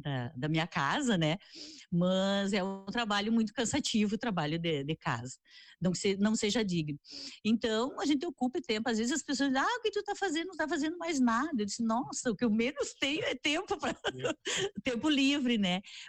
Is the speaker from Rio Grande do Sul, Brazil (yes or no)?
yes; Mormaço, Rio Grande do Sul, Brazil; born there; moved away; Eu sou de Mormaço, minha família toda nasceu no Mormaço. Sou de Mormaço e na época que eu nasci lá era município de Soledade. Mas as minhas raízes todas é lá no Mormaço.